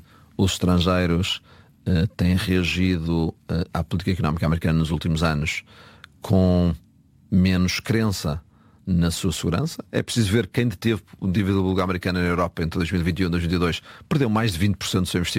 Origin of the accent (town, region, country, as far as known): Portugal